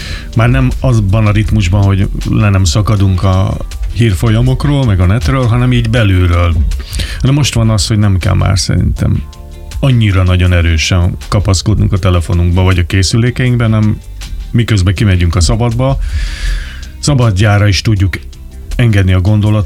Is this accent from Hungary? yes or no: yes; Hungary; büszkék lehetünk arra, hogy magyarok vagyunk.